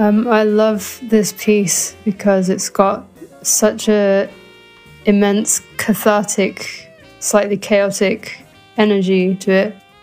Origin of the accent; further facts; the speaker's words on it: Japan; I didn't grow up in England where my uncle lived. I grew up in Japan, but that was part of my early musical landscape when it came to jazz.